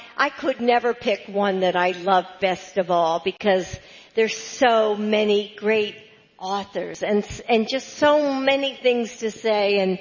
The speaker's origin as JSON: {"language": "English", "region": "Pennsylvania", "country": "United States", "tie": "born or raised there", "said": "But, you know, I grew up outside of Philly. I am a Philly girl."}